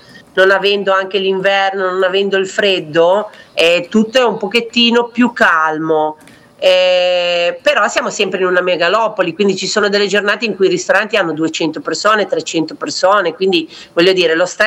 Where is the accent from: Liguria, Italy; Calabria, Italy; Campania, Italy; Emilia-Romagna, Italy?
Liguria, Italy; Pietra Ligure; now in Jakarta, Indonesia; il cambiamento principale è che noi nati sul mare, perché noi siamo di Pietra Ligure, quindi 5 minuti era al mare, e a Giacarta, essendo una megalopoli, noi siamo nel sud e il mare è al nord.